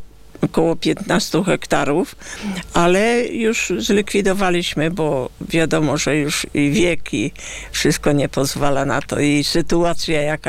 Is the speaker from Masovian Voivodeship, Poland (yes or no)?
no; Wicko, Pomeranian Voivodeship, Poland; u nas we Wicku czekamy, jest Gokis i naprawdę też się dużo rzeczy dzieje, różnych wieczorków i imprez.